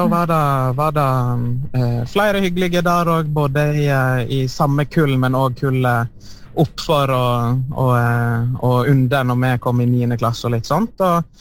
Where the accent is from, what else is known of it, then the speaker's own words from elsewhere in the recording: Solvorn, Vestland, Norway; Jag växte upp i Solvorn, Perlov i Lustrafjorden.